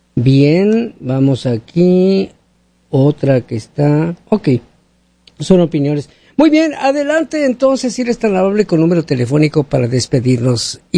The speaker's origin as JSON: {"language": "Spanish", "country": "Mexico", "said": "ilegal en el 2001. He salido del país. Tengo dos hijas, 21 y 24 años. ¿Me pueden pedir o puedo pedir asilo? Soy de México."}